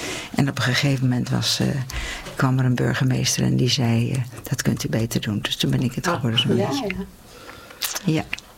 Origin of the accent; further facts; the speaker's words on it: Gouda, South Holland, Netherlands; geboren in Gouda en getogen in Gouda. Ik ben er maar 5 jaar uit geweest in Den Haag.